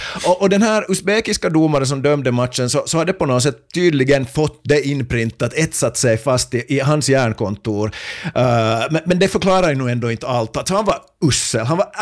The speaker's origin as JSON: {"language": "Swedish", "country": "Finland", "said": "som finländare"}